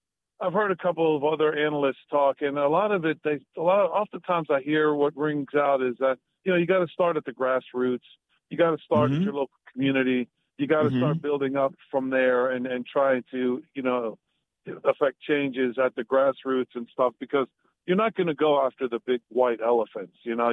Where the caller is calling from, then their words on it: Virginia, United States; I'm from Virginia.